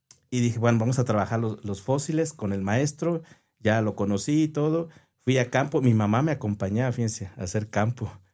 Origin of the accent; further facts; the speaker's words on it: Tierra Caliente, Mexico; moved away; ahí en Tierra Caliente, ¿no? Siempre pensando en, pues, siempre en mi pueblo, ¿no? En mi región.